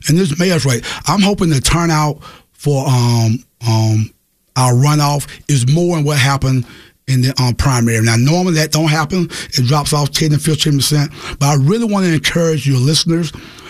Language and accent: English; South Carolina, United States; born or raised there